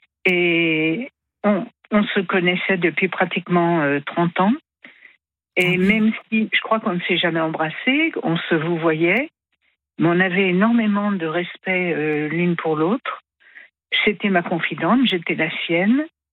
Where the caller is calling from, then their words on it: Paris, Île-de-France, France; je vous appelle de Paris.